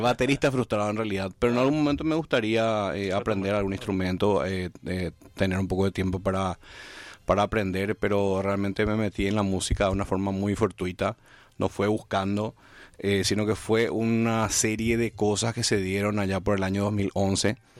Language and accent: Spanish; Asunción, Paraguay; born there; yo tengo 39 años, nací en Asunción.